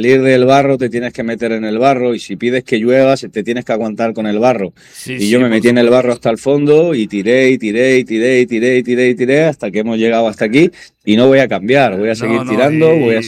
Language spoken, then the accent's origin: Spanish; Ceuta, Spain; Somos una ciudad hospitalaria y somos así, somos hospitalarios, somos solidarios, nos gusta que realmente se vea cómo somos los ceutíes